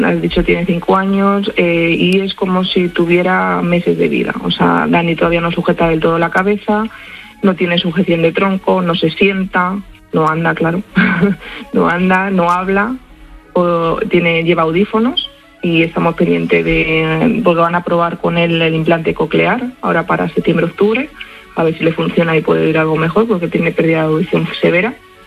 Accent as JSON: {"language": "Spanish", "town": "Aranjuez", "region": "Community of Madrid", "country": "Spain", "said": "de donde somos, de Aranjuez."}